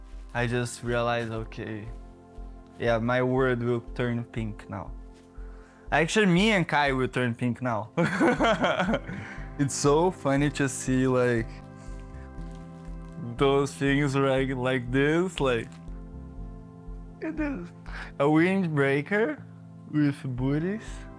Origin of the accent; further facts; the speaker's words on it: Brazil; moved away as an adult; now in California, United States; I'm from Brazil, 28 years old